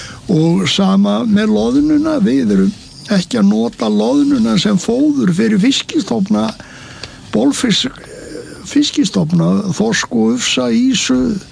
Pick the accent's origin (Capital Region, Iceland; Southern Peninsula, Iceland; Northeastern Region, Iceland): Southern Peninsula, Iceland; Sandgerði; við erum úr Sandgerði en við fórum á þessa staði til að fiska löndum stundum í Þorlákshöfn og stundum í Vestmanneyjum